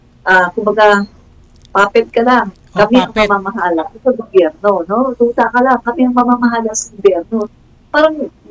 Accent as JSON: {"language": "Tagalog", "region": "Mindanao", "country": "Philippines", "moved": "yes", "said": "Ayun, hindi namin alam sino yung Duterte, pero taga Mindanao kami ah. Nag-migrate na lang."}